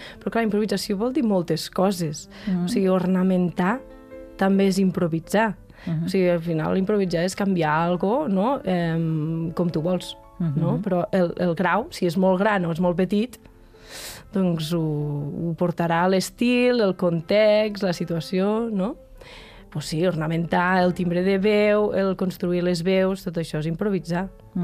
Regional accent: Lleida, Catalonia, Spain; Jo que sóc de Lleida

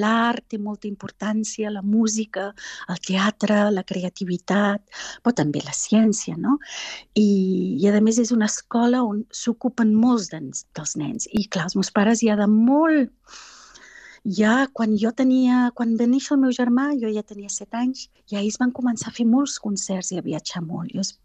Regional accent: Jura Mountains, Switzerland; also born or lived in Basel; now in Catalonia, Spain; I el Ferran i jo vam néixer a Basel i vam créixer a les muntanyes del Jura, en un poble allà perdut, i jo anava a una escola també molt bonica

